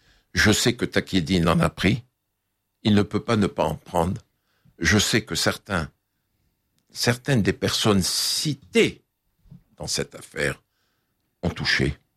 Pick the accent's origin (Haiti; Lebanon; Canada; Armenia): Lebanon; Je suis Libanais.